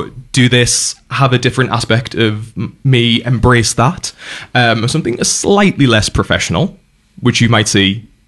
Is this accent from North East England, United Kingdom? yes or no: yes; Newcastle, North East England, United Kingdom; now in New Zealand; Absolutely. but I was born in Newcastle, the other Newcastle, several thousand miles away.